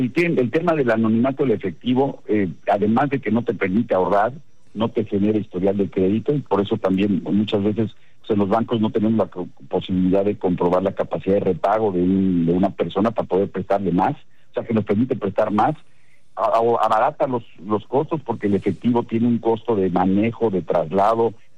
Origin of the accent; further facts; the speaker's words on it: Mexico; a mí me inspira mucho como mexicano